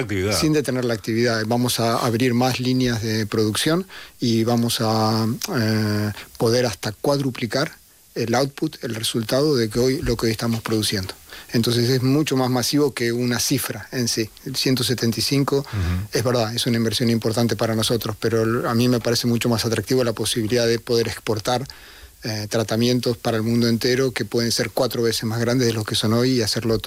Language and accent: Spanish; Argentina; moved away as an adult; also born or lived in Brazil / China; Como argentino, viví 5 años en Brasil. Brasil y Argentina tienen mucha rivalidad deportiva. Y de Latinoamérica fui a China